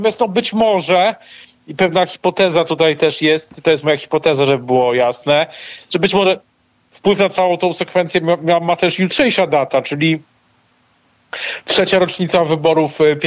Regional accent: Kraków, Lesser Poland, Poland; ja jestem z Krakowa, więc my tak mówimy minister cały czas

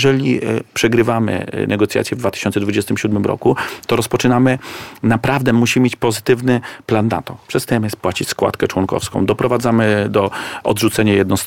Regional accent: Opole, Opole Voivodeship, Poland; born there; Urodziłem się w Opolu

